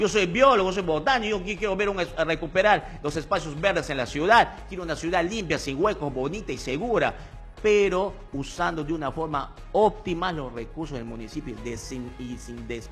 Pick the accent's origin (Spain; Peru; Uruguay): Peru; Loreto; también pues los loretamos somos centralistas